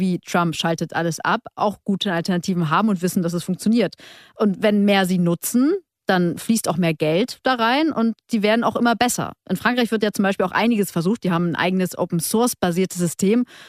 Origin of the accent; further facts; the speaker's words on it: Bremen, Germany; Also ich würde immer auf mein Heimatbundesland Bremen tippen, weil ganz weit vorne bei allem.